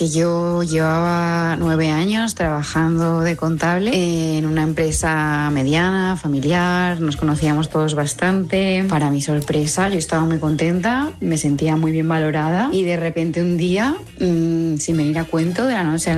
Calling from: Madrid, Community of Madrid, Spain; de Madrid.

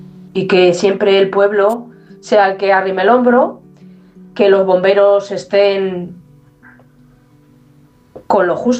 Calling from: Fuenlabrada, Community of Madrid, Spain; de Fuenla.

